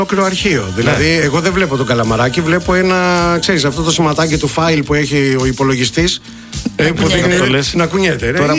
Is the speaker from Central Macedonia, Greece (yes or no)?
no; Molaoi, Peloponnese, Greece; Guilty as charged που λένε και στο χωριό μου στους Μολάους.